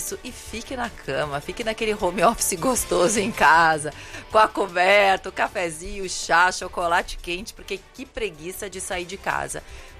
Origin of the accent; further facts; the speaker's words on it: South Region, Brazil; now in São Paulo, Brazil; Importei lá da minha terra.